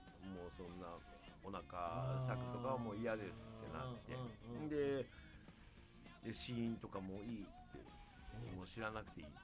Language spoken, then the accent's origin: Japanese; Oita, Japan; born or raised there; accent: Oita dialect